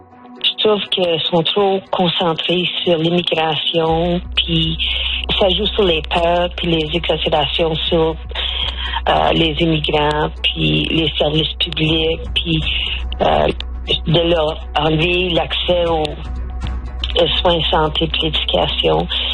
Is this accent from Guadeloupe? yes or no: no; Spruce Grove, Alberta, Canada; je viens de Spruce-Grove, Alberta, je suis métisse.